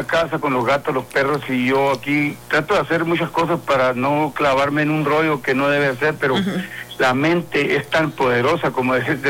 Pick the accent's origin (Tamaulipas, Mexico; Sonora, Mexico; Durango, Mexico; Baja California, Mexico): Sonora, Mexico; Nogales; mi pueblo, aquí en Nogales, en mis hermanos